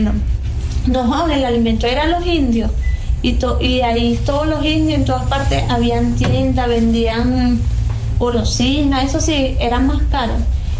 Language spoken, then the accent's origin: Spanish; Colombia; moved away; Yo duré como 4 días sin peinarme desde que salí de Colombia y yo no me peiné, ya yo llevaba ese plan.